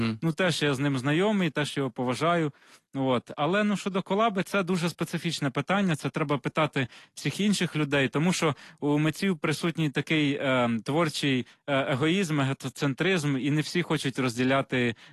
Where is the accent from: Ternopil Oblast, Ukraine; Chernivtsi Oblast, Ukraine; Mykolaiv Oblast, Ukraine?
Mykolaiv Oblast, Ukraine; born there; Так як я народився на Миколаївщині, от, і це дуже край пістрявий стосовно різних племен, сарматів, скіфів, готів, гунів, там козаки потім